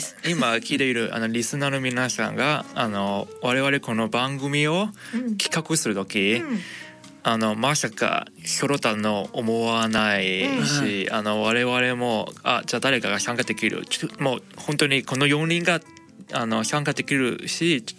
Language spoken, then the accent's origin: Japanese; Hong Kong; moved away; 僕そもそも香港出身なので、